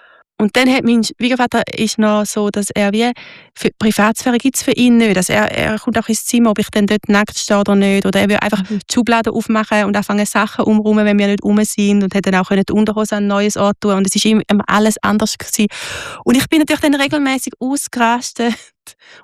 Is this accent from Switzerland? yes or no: yes; Switzerland; Wo wir hinkommen, werden wir geliebt als Schweizer. Nur schon mit unserer weißen Haut werden wir überall geliebt.